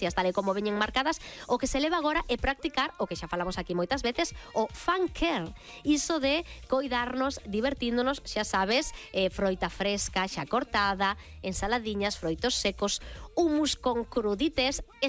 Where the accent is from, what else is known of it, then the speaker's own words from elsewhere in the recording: Galicia, Spain; Non, mira que somos de Bodente en Galicia, pero bueno, son estilos.